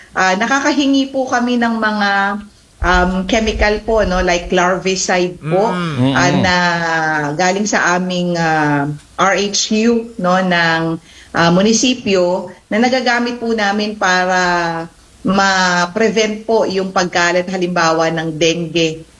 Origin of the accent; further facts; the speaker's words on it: Masantol, Central Luzon, Philippines; Ako po ay tubong Masantol po talaga. Ang akin pong mga magulang, lalo na ang aking nanay po na pumanaw na ay taga Masantol po talaga.